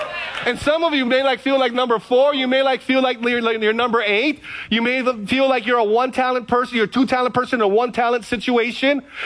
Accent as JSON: {"language": "English", "region": "Hawaii", "country": "United States", "lives_now": "Kaneohe, United States", "said": "I'm from the Big Island, FBI. Kaneohe, I'm in Kaneohe. I get plenty of rain."}